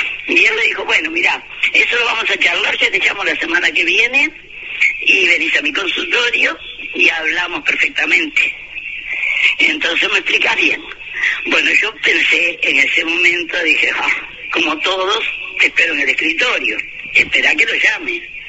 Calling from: Montevideo, Uruguay; Te hablo de Nuevo París.

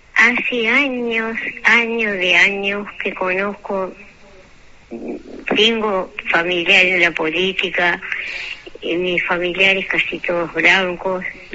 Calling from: Rocha, Uruguay; Yo tengo familiares, yo soy de Rocha, tengo familia en todo Cebollatí.

